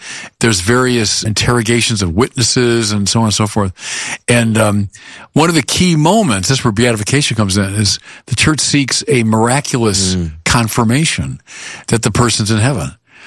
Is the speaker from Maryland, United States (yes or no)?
no; Illinois, United States; Yeah, well, he's from my home state of Illinois